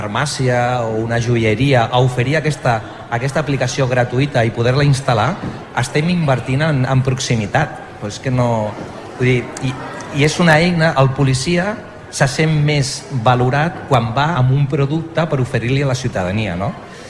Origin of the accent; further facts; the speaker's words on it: Sant Boi de Llobregat, Catalonia, Spain; Si és que jo he crescut a Sant Boi, a la ciutat de Sant Boi, he estudiat a Sant Boi, he treballat a Sant Boi, Sant Boi m'ha donat el millor de la meva vida.